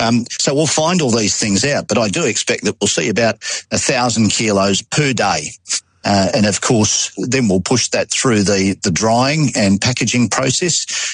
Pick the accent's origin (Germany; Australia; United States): Australia; I'm an Australian.